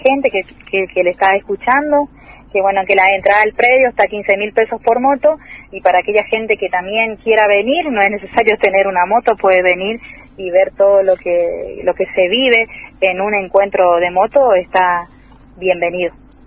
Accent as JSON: {"language": "Spanish", "town": "Mercedes", "region": "Corrientes", "country": "Argentina", "said": "somos todos acá de Mercedes"}